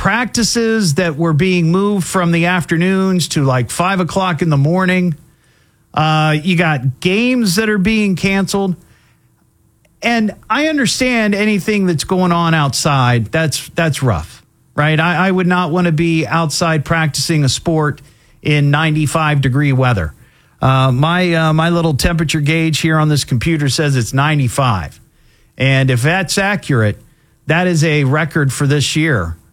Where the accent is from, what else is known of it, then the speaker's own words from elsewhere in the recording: Beavercreek, Ohio, United States; the schools that I grew up going to in Beaver Creek